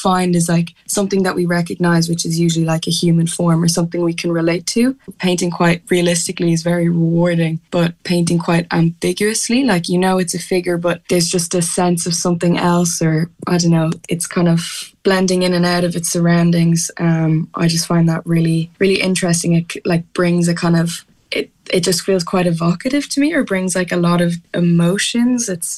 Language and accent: English; County Wicklow, Ireland; kind of looking into history of where I grew up in Wicklow